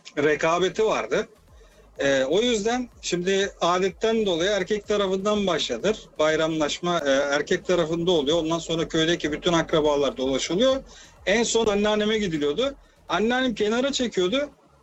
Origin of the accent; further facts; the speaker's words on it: Thrace, Turkey; Şimdi ben küçükken, ben Trakyalıyım. Küçükken annem ve babam aynı köydendi.